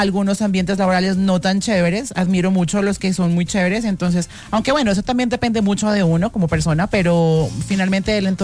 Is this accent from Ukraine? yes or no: no; Nariño, Colombia; la región en general es una región de puertas abiertas y la gente es muy querida. No es porque yo sea de allá